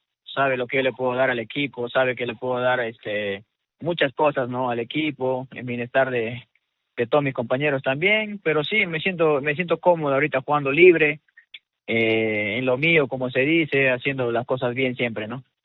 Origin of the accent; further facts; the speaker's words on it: Pucallpa, Ucayali, Peru; en Pucallpa pues estuve con el Sport Loreto de mi tierra